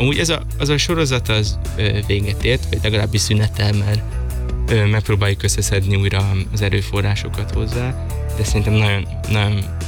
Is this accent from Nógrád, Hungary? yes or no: no; Veszprém, Veszprém County, Hungary; én Veszprémi vagyok.